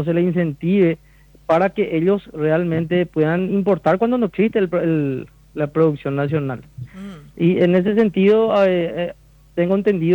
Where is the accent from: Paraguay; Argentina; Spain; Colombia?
Paraguay; como ciudadano, como productor paraguayo